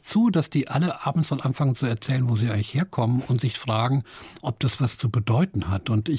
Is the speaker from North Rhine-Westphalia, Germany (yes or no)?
no; Hesse, Germany; now in Berlin, Germany; ich komme ja aus der Region